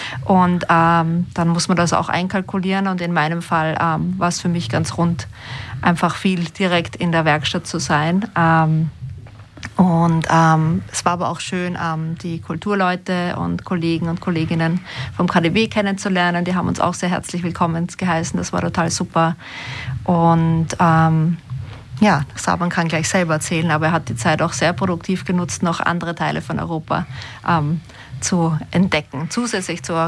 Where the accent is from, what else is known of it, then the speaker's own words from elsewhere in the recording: Vienna, Austria; now in Sweden; Ich bin Wienerin, genau, ja. Ursprünglich in Wien aufgewachsen, mittlerweile lebe ich in Schweden. Hatte davor ein paar andere Stationen, und jetzt bin ich in Skandinavien gelandet, ja.